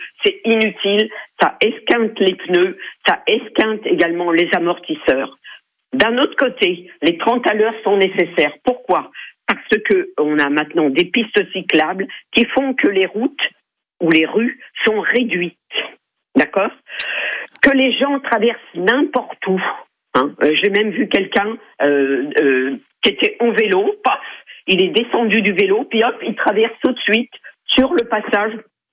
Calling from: Thouars, Nouvelle-Aquitaine, France; je suis de Thouars, hein, donc dans le centre-ville

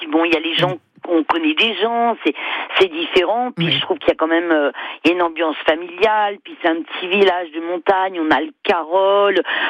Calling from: Savigny-en-Véron, Centre-Val de Loire, France; moi je suis en Touraine.

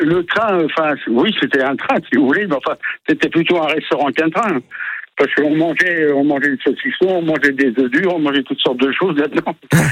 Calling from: Angoulins, Nouvelle-Aquitaine, France; J'habite à Angoulin.

